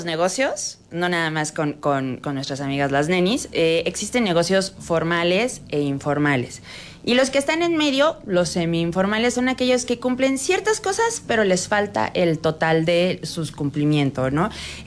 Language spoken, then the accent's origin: Spanish; Mexico; el punto bueno es que somos muchos mexicanos y el SAT todavía no tiene tanto alcance